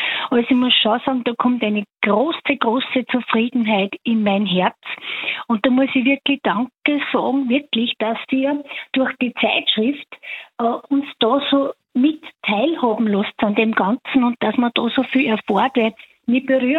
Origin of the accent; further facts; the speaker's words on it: Bichl, Upper Austria, Austria; Ich bin aus Bichl bei Wels.